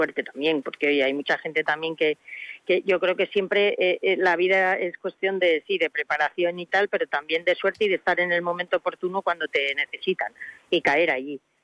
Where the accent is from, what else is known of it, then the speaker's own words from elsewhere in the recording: Navarre, Spain; Soy de la Ribera, ¿vale?